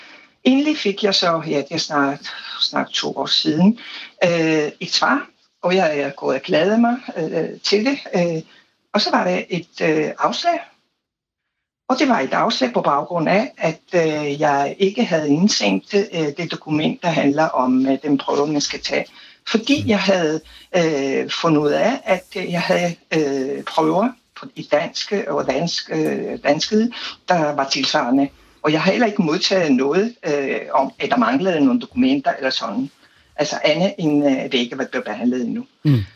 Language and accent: Danish; Italy; Jeg stammer fra Italien.